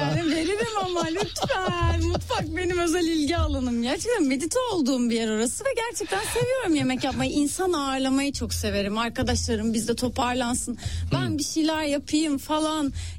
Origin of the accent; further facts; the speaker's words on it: İzmir, Turkey; Ne bileyim, İzmirliyim işte.